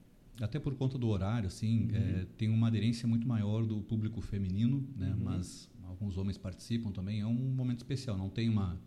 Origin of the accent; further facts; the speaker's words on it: Camaquã, Rio Grande do Sul, Brazil; moved away as an adult; also born or lived in Eldorado do Sul; now in Balneário Arroio do Silva, Brazil; Nós somos naturais de Camaquã, né, Rio Grande do Sul.